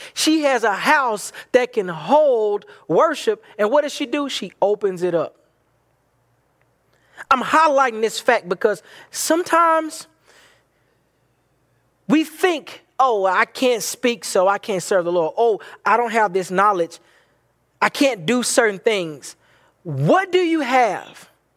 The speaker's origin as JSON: {"language": "English", "region": "Bible Belt", "country": "United States", "tie": "born or raised there", "said": "I do come from a background from where I'm from, in growing up in the Bible Belt"}